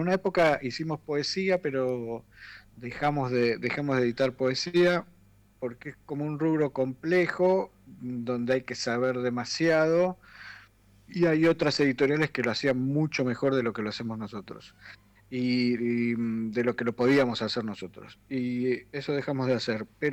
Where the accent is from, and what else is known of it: Argentina